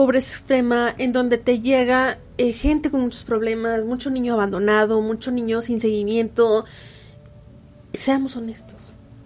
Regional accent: Mexico; somos mexicanos

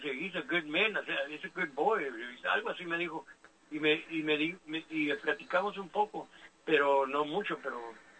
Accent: Mexico; now in United States; Yo iba como hispano de Estados Unidos, no como mexicano de México.

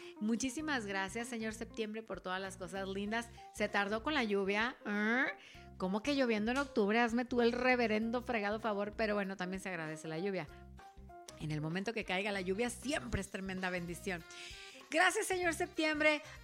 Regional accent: Chihuahua, Mexico; Es que soy de Chihuahua.

